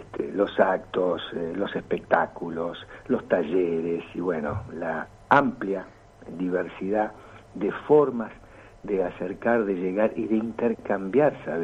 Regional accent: Paraná, Entre Ríos, Argentina

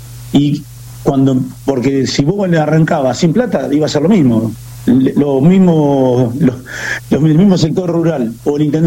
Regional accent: Azul, Buenos Aires Province, Argentina; born there; Yo nací en Azul, soy azuleño. Nací en el campo, nací en la boca de la sierra.

